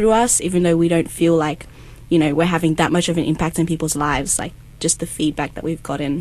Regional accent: Sydney, New South Wales, Australia

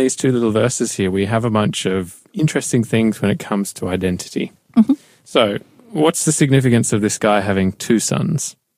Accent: Newcastle, New South Wales, Australia; now in Melbourne, Australia; And when I'm in Australia … from Melbourne. Although usually I say, I'm from Newcastle, because that's kind of my cultural identity as well.

